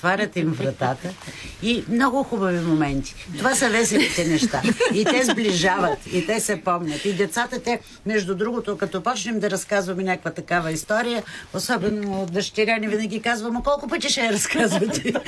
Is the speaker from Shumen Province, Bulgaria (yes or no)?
yes; Veliki Preslav, Shumen Province, Bulgaria; аз съм от Велики Преслав